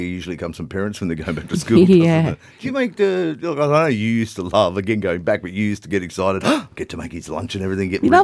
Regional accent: Queensland, Australia; growing up in Queensland

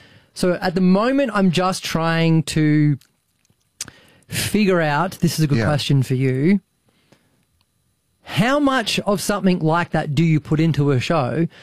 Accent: Melbourne, Victoria, Australia; accent: Melbourne; They call out my Melbourne accent a lot on our pod.

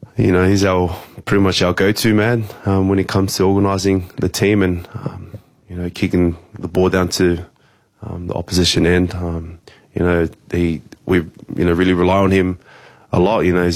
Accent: Tonga; You know, there's a bit of history between us Tongans and Samoans.

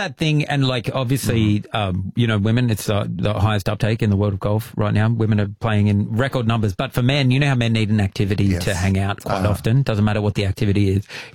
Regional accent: Nowra, New South Wales, Australia; I remember as a 14-year-old, I grew up in Nowra.

